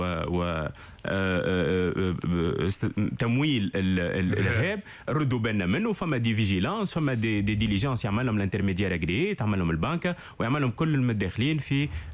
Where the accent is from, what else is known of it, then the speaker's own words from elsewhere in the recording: Tunisia; انا شوي 100 تونيزيان 100 ماروكان انا الوالده مغربيه